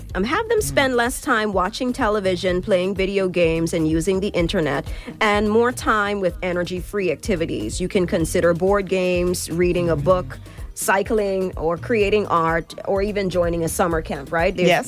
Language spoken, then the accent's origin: English; Turks & Caicos Islands; I grew up in South Caicos playing outside on this under Miss Hattie's tamarind tree.